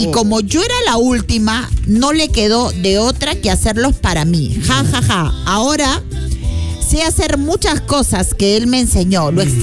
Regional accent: Paramonga, Lima, Peru; Alegra mi niñez, mi bien va en Paramonga

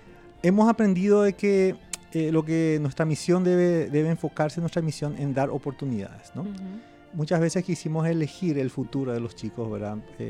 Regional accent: Carapeguá, Paraguarí, Paraguay; moved away; en Carapeguá, de donde yo soy oriundo.

